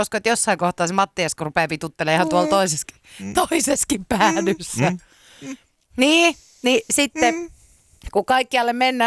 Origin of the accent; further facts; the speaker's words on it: Vantaa, Uusimaa, Finland; pienenä aina Martinlaaksossa mentiin tämmössä.